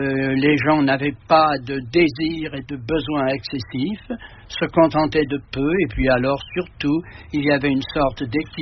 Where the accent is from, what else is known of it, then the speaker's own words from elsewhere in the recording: Lezoux, Auvergne-Rhône-Alpes, France; Ce que j'appelle la Limagne du Nord-Est, c'est-à-dire d'Orion à Puyhomme, rendant Lezoux, mon pays natal.